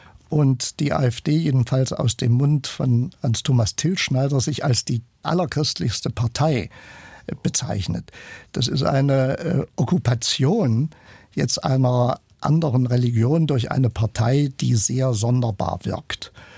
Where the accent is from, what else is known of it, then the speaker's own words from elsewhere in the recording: Halle, Saxony-Anhalt, Germany; Ich liebe Deutschland, bin Hallenser, ich liebe meine Heimatstadt, ich liebe Sachsen-Anhalt.